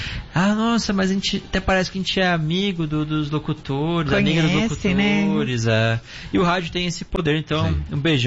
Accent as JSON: {"language": "Portuguese", "town": "São Bernardo do Campo", "region": "São Paulo", "country": "Brazil", "tie": "born there", "lives_now": "Santo André, Brazil", "said": "Eu também nasci em São Bernardo."}